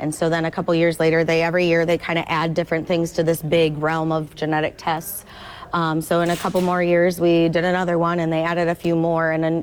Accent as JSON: {"language": "English", "town": "Rushford", "region": "Minnesota", "country": "United States"}